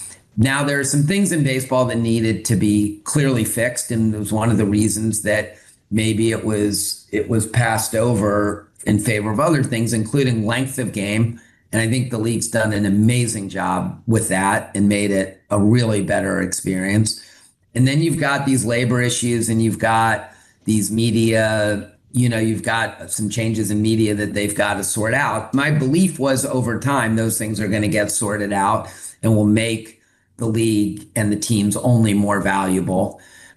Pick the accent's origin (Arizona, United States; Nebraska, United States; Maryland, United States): Maryland, United States; and I grew up in Maryland, so I love the Orioles.